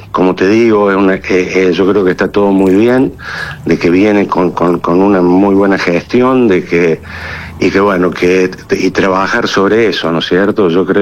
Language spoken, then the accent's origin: Spanish; Bell Ville, Córdoba, Argentina; moved away as an adult; now in Sinsacate, Argentina; hace 26 años que estoy viviendo acá en la zona. Yo soy originario del sudeste de Córdoba, de Belville. Soy ingeniero agrónomo y productor agropecuario.